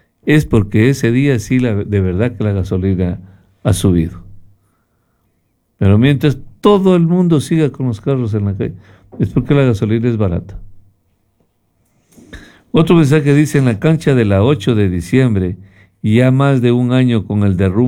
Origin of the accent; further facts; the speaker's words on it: Loja, Ecuador; now in Cuenca, Ecuador; Señores, soy de Loja, vivo en Cuenca.